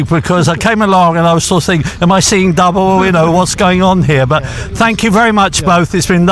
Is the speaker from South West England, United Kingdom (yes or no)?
no; London, United Kingdom; Now, I'm not quite that old, but as I was growing up in London